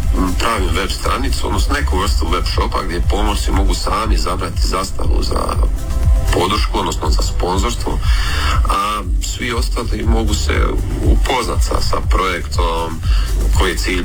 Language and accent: Croatian; Orebić, Dubrovnik-Neretva County, Croatia; Evo, lijep pozdrav … dolazim sa Pelješca, točno iz Orebića.